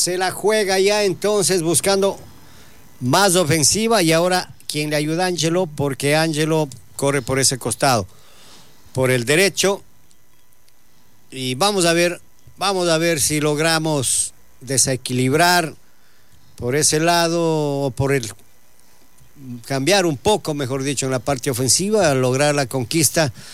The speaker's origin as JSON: {"language": "Spanish", "country": "Ecuador", "said": "Somos ecuatorianos y somos orgullosos de ser ecuatorianos."}